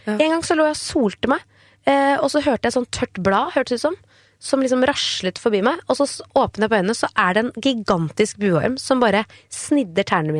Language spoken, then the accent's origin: Norwegian; Oslo, Norway; jeg vokste opp på Bislett I Oslo, og der det Stensparken, en park som rett ved siden